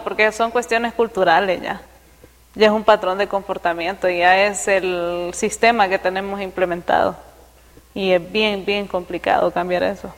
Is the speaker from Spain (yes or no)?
no; Honduras